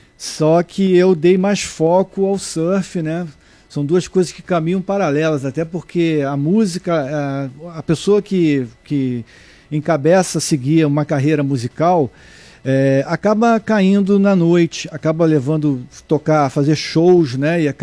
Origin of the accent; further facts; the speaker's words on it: Niterói, Rio de Janeiro, Brazil; also born or lived in Salvador; eu nasci em Salvador, Bahia, fui criado em Niterói e no Rio de Janeiro.